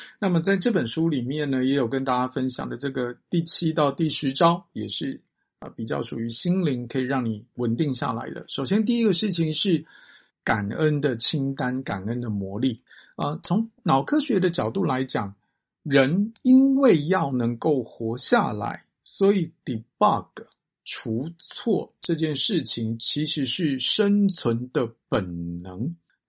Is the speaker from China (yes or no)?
no; Taiwan